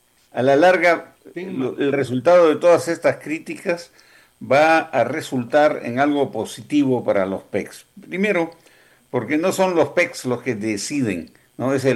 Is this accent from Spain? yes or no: no; Peru; now in United States; el peruano no deja de ser peruano. Si nos lleven a Marte, nos lleven a Júpiter, seguimos siendo peruanos, seguimos amando a nuestra tierra, es donde hemos nacido.